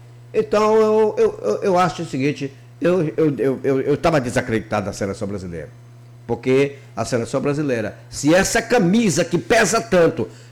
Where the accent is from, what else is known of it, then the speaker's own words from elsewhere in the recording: São Félix, Bahia, Brazil; falar da minha terra natal, São Félix, cidade que eu amo